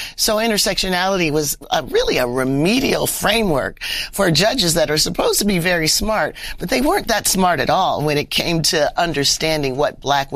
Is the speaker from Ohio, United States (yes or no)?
yes; Canton, Ohio, United States; I grew up in Canton, Ohio, an industrial town in the Midwest on its way from the South to Chicago and Detroit.